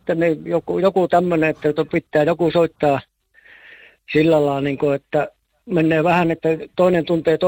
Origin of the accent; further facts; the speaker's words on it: Lapland, Finland; now in Karungi, Sweden; Pekanpä on minun kotipaikka.